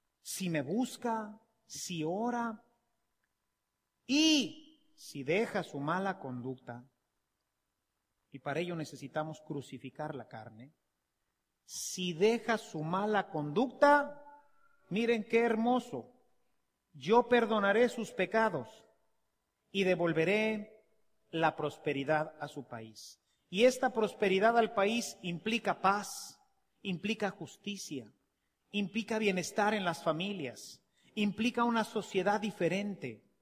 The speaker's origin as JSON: {"language": "Spanish", "country": "Mexico"}